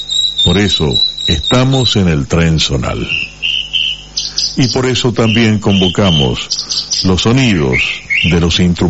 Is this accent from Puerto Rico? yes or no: no; Entre Ríos, Argentina; Somos argentinos, entrerrianos de pura cepa.